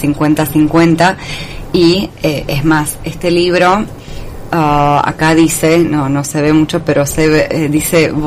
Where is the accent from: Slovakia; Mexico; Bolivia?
Slovakia; Nitra, Nitra Region; En la tapa soy yo de niña, en Eslovaquia, en nuestra casa.